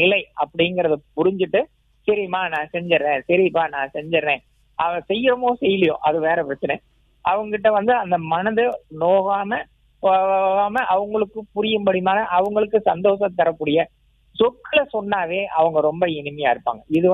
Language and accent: Tamil; Kasipalayam, Tamil Nadu, India; moved away; என் சொந்த ஊர் காசிபாளையம்